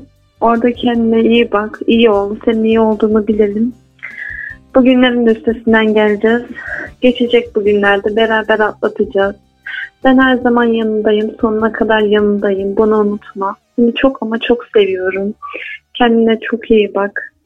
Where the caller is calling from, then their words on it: Bafra, Samsun, Turkey; Bafra'dan arıyorum.